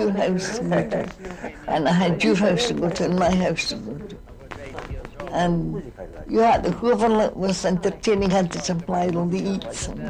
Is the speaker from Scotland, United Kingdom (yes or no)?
yes; Scotland, United Kingdom; I come from Scotland, you know, but my...